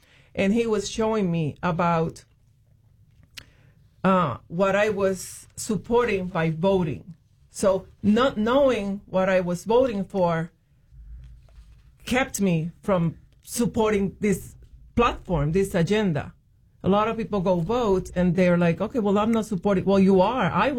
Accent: Puerto Rico; moved away; Growing up in Puerto Rico

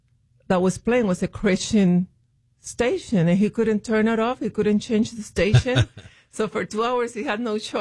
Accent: Puerto Rico; This is in Puerto Rico, from the city to my hometown, which is his hometown. It's a two-hour drive.

